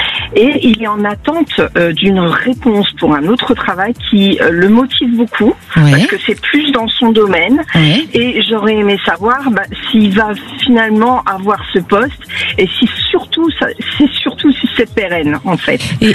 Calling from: Hauts-de-France, France; je vous appelle de l'Oise

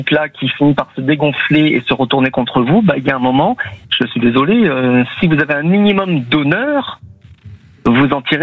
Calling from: Toulouse, Occitanie, France; moi je suis à Toulouse, je approche les 50 ans

